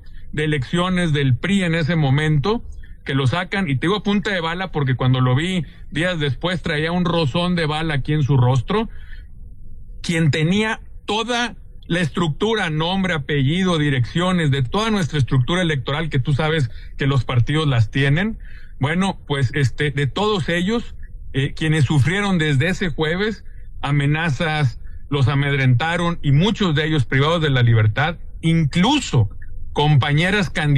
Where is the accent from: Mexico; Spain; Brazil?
Mexico; Sinaloa; Fue una campaña como somos los sinaloenses, franco, directa, alegre.